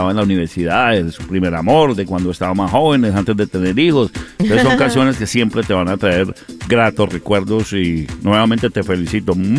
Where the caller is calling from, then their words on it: Miami, Florida, United States; de aquí de Miami